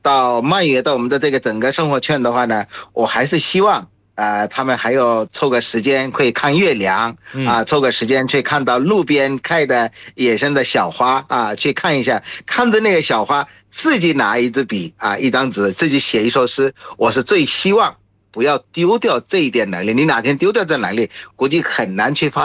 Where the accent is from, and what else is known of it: Bangladesh; Chinese is a second language